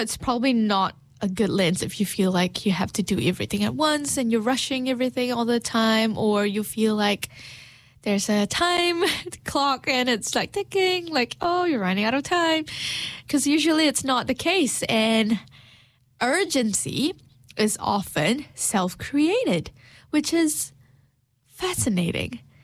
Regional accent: Malaysia; born or raised there; moved away as an adult; now in New Zealand

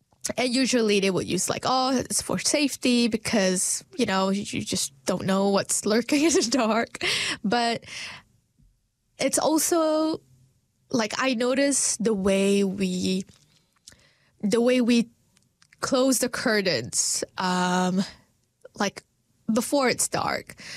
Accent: Malaysia; moved away; growing up in Malaysia

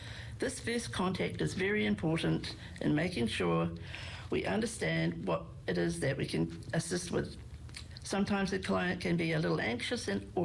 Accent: Manurewa, Auckland, New Zealand; also born or lived in Rotorua; now in Napier, New Zealand; I was born in Rotorua and brought up in Manurewa, Auckland. 4 years ago, my husband and I decided to semi-retire and sold up and moved from Auckland to Napier.

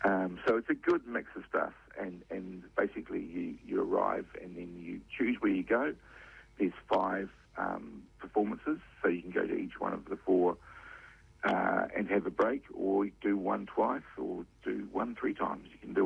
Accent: New Plymouth, Taranaki, New Zealand; moved away; I'm from New Plymouth, so we have the Festival of Lights down there.

